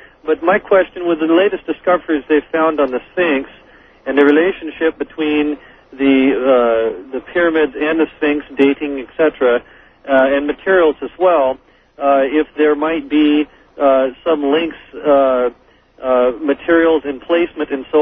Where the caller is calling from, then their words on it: Cle Elum, Washington, United States; also born or lived in Middle East; I am calling from Clay Elum, Washington.